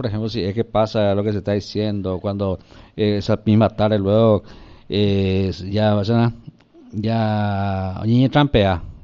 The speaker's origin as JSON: {"language": "Spanish", "country": "Paraguay", "said": "Y sí, pero como buen paraguayo, ¿no?"}